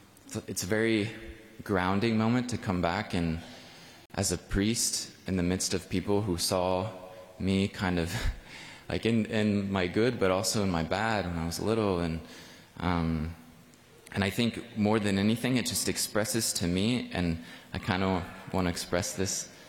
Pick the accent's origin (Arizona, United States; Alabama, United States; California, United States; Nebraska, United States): Nebraska, United States; moved away as an adult; now in Philadelphia, United States; I never say I'm from Philadelphia. I'm always like, well, I'm from Nebraska, but I live in Philadelphia.